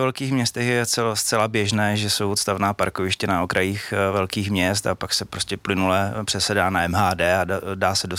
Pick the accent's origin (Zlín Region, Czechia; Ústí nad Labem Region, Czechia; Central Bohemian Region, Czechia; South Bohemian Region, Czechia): Zlín Region, Czechia; Fryšták; moved away as an adult; also born or lived in Brno / Prague; vyrůstal jsem ve Frištáku